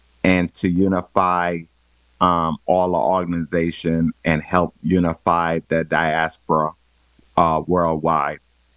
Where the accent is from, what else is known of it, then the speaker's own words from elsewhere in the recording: Liberta, Saint Paul, Antigua & Barbuda; I'm originally from Liberta in Ingoshaba. My mother was born in Liberta and my father was born in Ingoshaba.